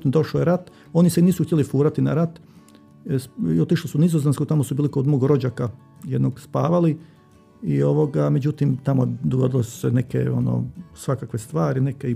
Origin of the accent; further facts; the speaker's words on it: Lika-Senj County, Croatia; Ja se pitam zašto, jer ja sam iz Like, tamo iz nekog sela, mislim, kako to, kako, zašto afiniteta.